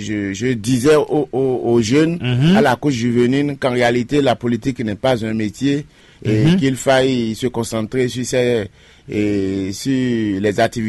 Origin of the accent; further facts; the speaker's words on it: Benin; je suis béninois